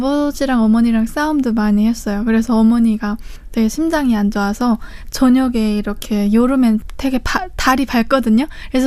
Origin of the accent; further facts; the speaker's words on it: Kaechon, South Pyongan, North Korea; 저희 고향은 평안남도 개천시입니다.